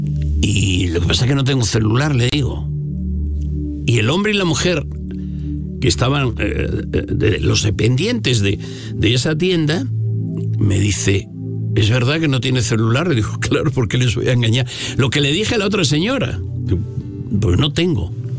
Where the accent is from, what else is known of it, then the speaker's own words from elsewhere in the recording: Vigo, Galicia, Spain; No, yo vengo de Vigo, anda, en Vigo, sí, qué lindo, ahí se vive, ¿no? Junto al mar y tal.